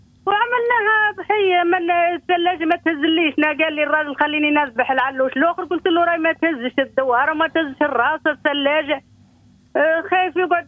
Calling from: Sidi Bouzid, Tunisia; من سيدي بوزي

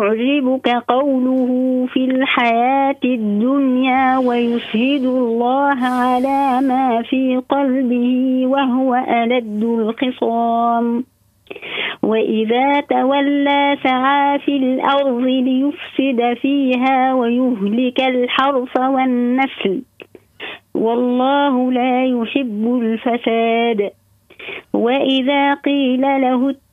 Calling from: Nabeul Governorate, Tunisia; من ولاية نابل

